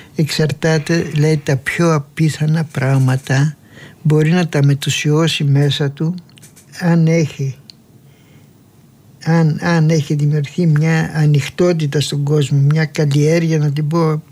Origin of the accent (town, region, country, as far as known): Chania, Crete, Greece